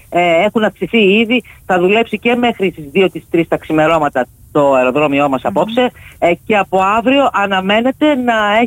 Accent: Greece; Πραγματικά νιώθω περήφανη πρώτα στην Ελληνίδα όταν η πατρίδα μου έχει αυτούς τους εκπαιδευμένους ανθρώπους για να μας προστατεύουν πάνω στον ουρανό.

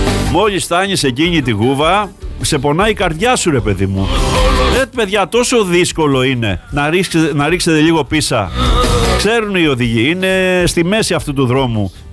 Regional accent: Lykoudi, Greece; στο χωριό μου, στο Λυκούδι?

